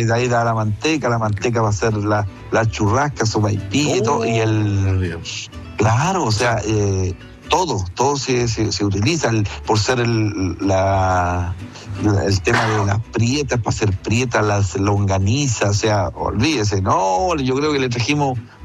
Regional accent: Villa Alegre, Maule, Chile; now in Santiago, Chile; Y me vine de la zona de Villa Alegre a estudiar a Santiago.

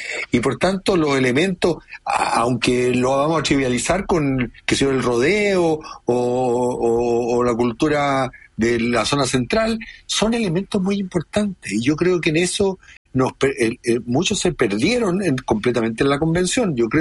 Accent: Chile; por la farra enorme que nos pegamos como chilenos con las dos convenciones

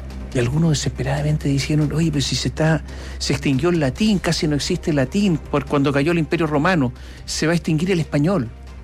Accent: Chile; todos los que nosotros sabemos en chileno

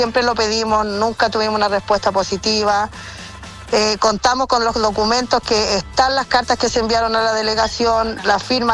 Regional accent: Chile; es algo que no me lo explico yo como chilena

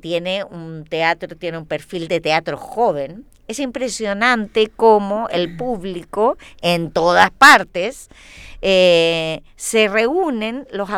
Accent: Chile; nosotros como chilenos, que somos una mezcla, ¿no es cierto?, de razas y de cultura

